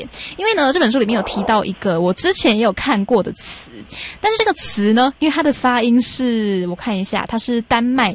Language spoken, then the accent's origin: Chinese; Taiwan